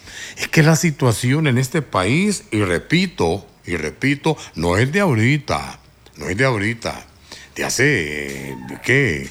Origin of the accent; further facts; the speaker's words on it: Honduras; la situación que estamos pasando los hondureños.